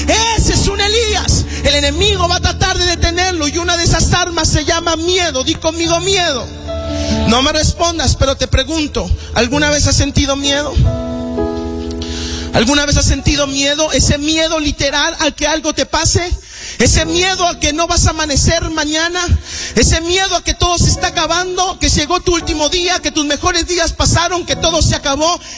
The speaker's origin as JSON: {"language": "Spanish", "region": "Veracruz", "country": "Mexico", "tie": "born there", "said": "Yo nací acá en Jarochilandia."}